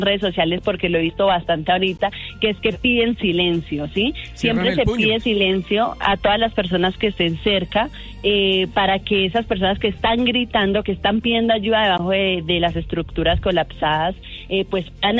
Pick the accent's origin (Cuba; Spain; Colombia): Colombia